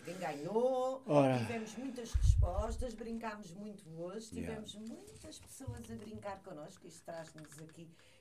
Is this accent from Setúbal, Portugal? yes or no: yes; Sesimbra, Setúbal, Portugal; accent: pesquitês (Sesimbra dialect); nasceu nas ruas da nossa Sesimbra e continua viva na memória, nas conversas e no coração de quem nunca deixou morrer este nosso dialeto.